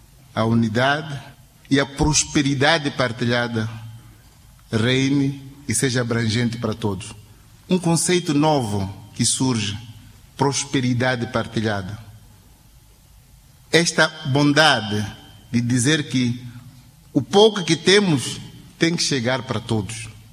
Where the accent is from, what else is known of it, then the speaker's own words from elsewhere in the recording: Mozambique; mas falo como moçambicano